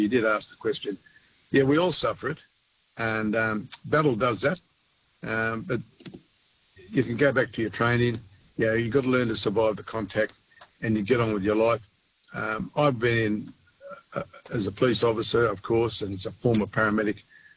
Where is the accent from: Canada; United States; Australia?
Australia; we all wore our slouch hats. So we would be recognised as Australian soldiers, former Australian soldiers, sorry.